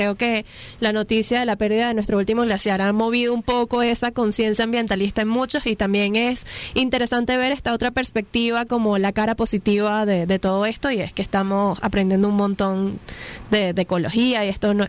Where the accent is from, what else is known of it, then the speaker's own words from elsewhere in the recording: Venezuela; ¿cómo podemos hacer nosotros como venezolanos